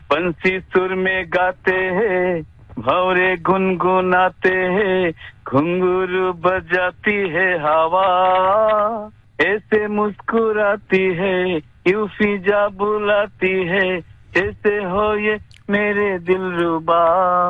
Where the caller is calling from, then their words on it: Ramkrishna Nagar, Assam, India; मेरा गांव का नाम है राम कृष्ण नगर, डिस्ट्रिक्ट है श्रीभूमि, आसाम से तालुकात से।